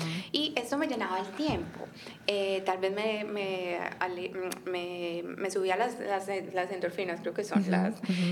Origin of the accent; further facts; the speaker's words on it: Medellín, Antioquia, Colombia; Yo soy de Medellín.